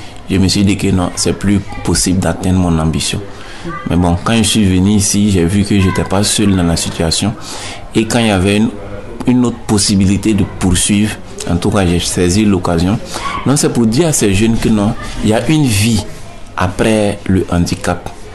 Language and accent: French; Burkina Faso; C'est parce que chez nous, au Burkina, on ne sait pas.